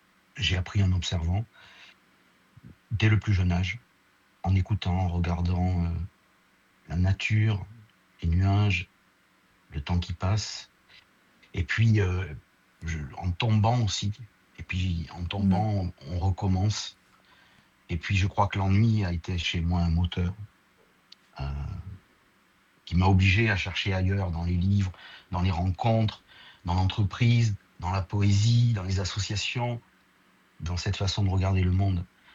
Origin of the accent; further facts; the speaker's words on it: Périgueux, Nouvelle-Aquitaine, France; born there; je suis né à Périgueux, dans une famille modeste